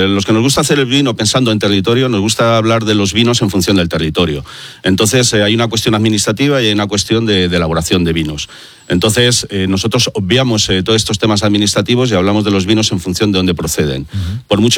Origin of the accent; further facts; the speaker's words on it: Valladolid, Castile and León, Spain; soy de Valladolid, soy del Duero